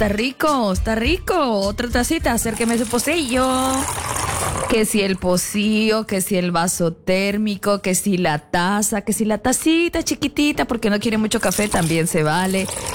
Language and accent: Spanish; Zacapa, Guatemala; sí hay bebidas como ese que tiene nombre de mi pueblo, aquel departamento cálido, cálido en el oriente del país